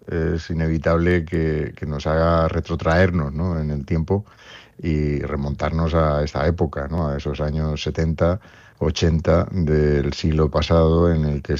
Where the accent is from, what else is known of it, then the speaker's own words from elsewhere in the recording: Spain; nuestro país como españoles